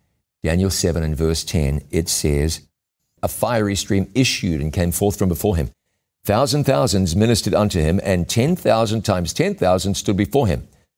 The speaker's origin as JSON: {"language": "English", "country": "New Zealand", "moved": "yes", "said": "in my home country of New Zealand"}